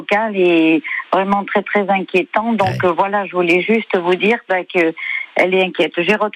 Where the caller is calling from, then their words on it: Saint-Cyprien, Occitanie, France; Non, je ne suis pas, à Rodez, je suis à Saint-Cyprien.